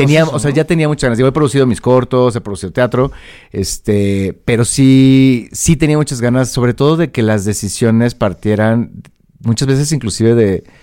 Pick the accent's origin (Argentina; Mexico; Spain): Mexico; Entonces nosotros somos muy mexicanos y mucho más dramáticos.